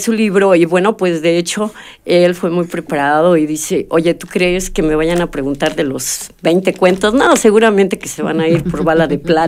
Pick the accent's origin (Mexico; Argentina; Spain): Mexico; aquí vamos a ensayar como mexicano, porque nos quieren mucho en Chile, en Venezuela.